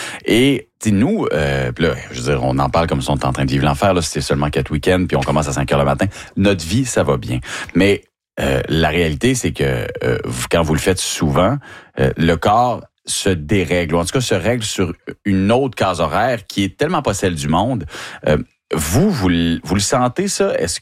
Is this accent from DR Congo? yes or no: no; Quebec, Canada; Ben oui, parce que on est des vrais. Quand on vient du Saguenay-Lac-Saint-Jean, ben oui, c'est vrai